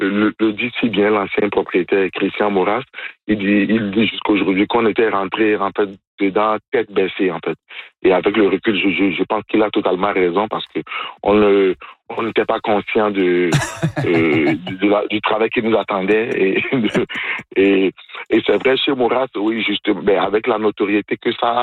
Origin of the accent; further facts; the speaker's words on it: Benin; now in Rouyn-Noranda, Canada; mon pays d'origine, qui est le Bénin.